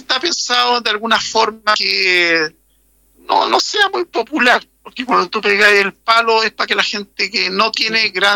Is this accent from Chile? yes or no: yes; Santiago, Santiago Metropolitan Region, Chile; also born or lived in southern Chile; Yo, como soy mitad santiaguino, mitad sureño